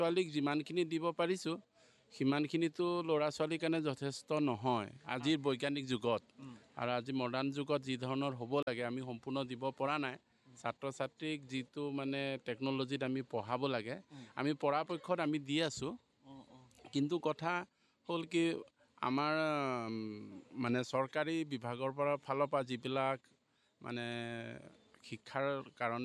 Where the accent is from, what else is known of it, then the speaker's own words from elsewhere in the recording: Kaliabor, Assam, India; মোৰ ঘৰ কলিয়াবৰৰে।